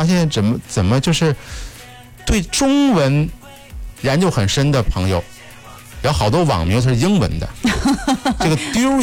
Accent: China; 好在咱们都是中国人

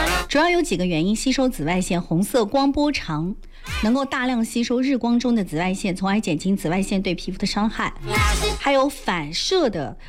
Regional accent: China; 我们中国人不都是黄皮吗，

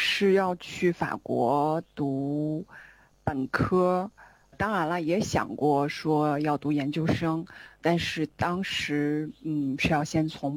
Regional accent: Beijing, China; moved away as an adult; also born or lived in France; 因为我是北京人嘛，从北京过去的

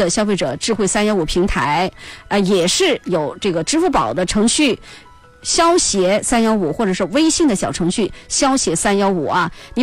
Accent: Chongqing, China; 你想想看，咱们重庆人跑到新疆去，新疆的跑到西藏去

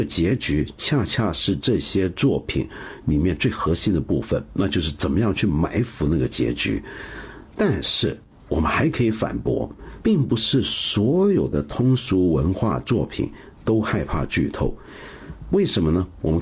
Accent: China

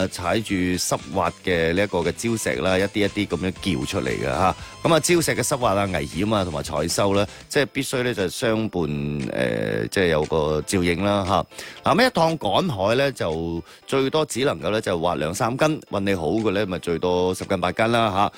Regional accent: Guangdong, China; 我哋老广舌尖上嘅海味盛宴啦。

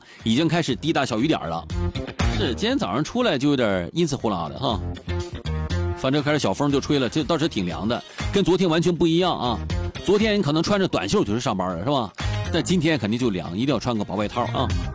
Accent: Dalian, Liaoning, China

